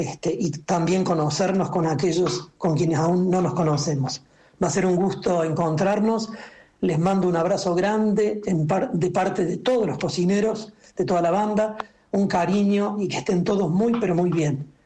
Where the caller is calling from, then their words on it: Córdoba, Argentina